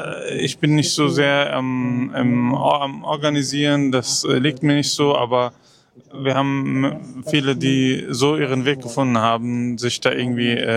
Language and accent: German; Palestine; Ich bin Palästinenser, bin Kinderarzt.